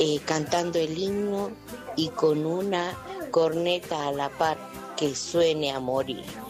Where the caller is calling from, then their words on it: Alto Comedero, Jujuy, Argentina; de Alto Comedero.